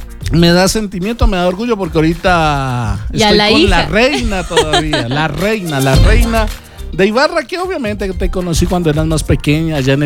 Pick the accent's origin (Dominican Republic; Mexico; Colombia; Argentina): Colombia; now in Ecuador; yo soy colombiano